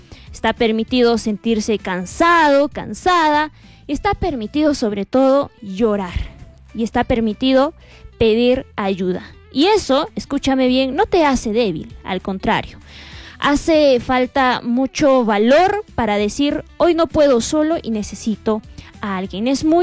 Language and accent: Spanish; Arequipa, Peru; para todos nosotros como arequipeños